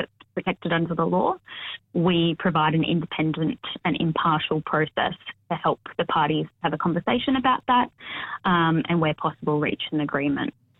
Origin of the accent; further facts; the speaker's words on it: Berry Springs, Northern Territory, Australia; now in Darwin, Australia; I love so much about living in the Territory. I'm born and bred. I grew up in Berry Springs, actually, about 50 minutes out of Darwin.